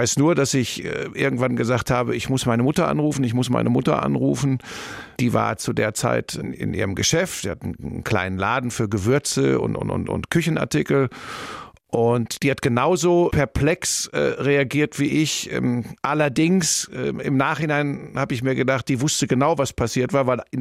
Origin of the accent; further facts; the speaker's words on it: Hagen, North Rhine-Westphalia, Germany; also born or lived in Bottrop / Cologne; now in Munich, Germany; Ja, ich bin geboren in Bottrop. Das ist wirklich, das ist Inbegriff des Ruhrgebiets. Bin dann aufgewachsen in Hagen. Das ist so Tor zum Sauerland, Ruhrgebiet.